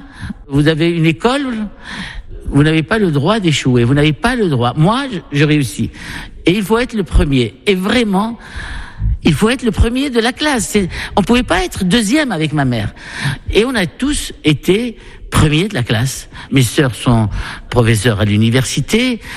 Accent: Marrakesh, Marrakesh-Safi, Morocco; fin fond de la Médina de Marrakech, dans une rue qui s'appelle Derb Jdid, à Riad Zitoun El Kedim. Et j'ai passé toute mon enfance en Médina, au milieu d'une famille nombreuse.

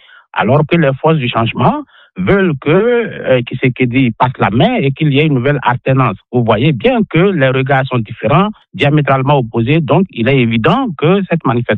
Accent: Côte d’Ivoire; parce que chez nous, en Côte d'Ivoire, Laurent Gbagbo avait expérimenté cette même pratique

